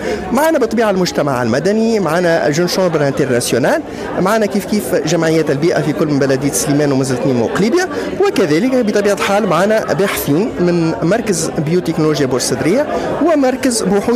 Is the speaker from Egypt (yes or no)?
no; Tunisia